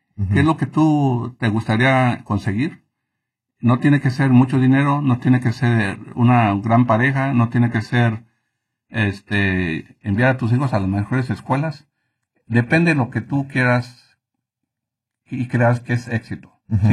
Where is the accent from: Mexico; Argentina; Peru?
Mexico; moved away; Siendo mexicano, siendo primera generación, siendo alguien que creció humildemente